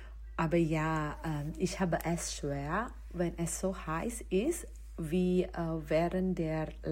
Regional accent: Indonesia; German is a second language; moved away as an adult; now in Germany

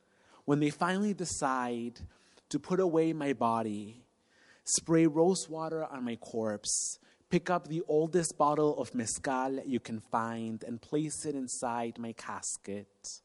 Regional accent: Mexico; I had already been in intensive medical treatment in my home country in Mexico.

